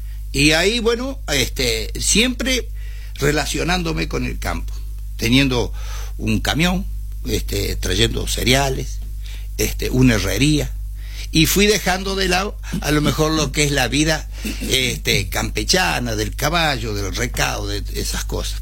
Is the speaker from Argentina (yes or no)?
yes; Pampas, Argentina; para cantar algunas chamarras, que también, por ser zona pampa de donde vengo, también combina las milongas